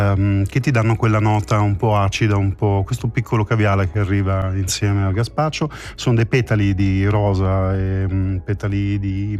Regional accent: Mesagne, Apulia, Italy; Vengono dallo stesso mio paese, sì. Da meno credo parte del gruppo viene da Mesagne, provincia di Brindisi.

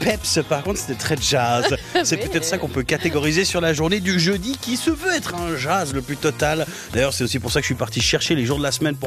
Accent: Neuchâtel, Switzerland; Moi, je suis de Neuchâtel, j'ai tellement envie de savoir ce qu'il y a dans cette boîte.

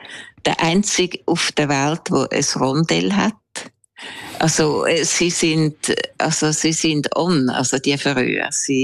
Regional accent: Winterthur, Zurich, Switzerland; Ich bin in Zürich geboren, dann in Winterthur.

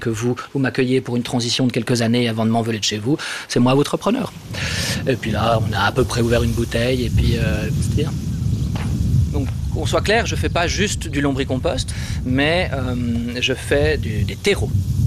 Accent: Geneva, Switzerland; born there; moved away as an adult; also born or lived in Vevey, Vaud; Mais je viens de Genève, je suis né au Paquis.

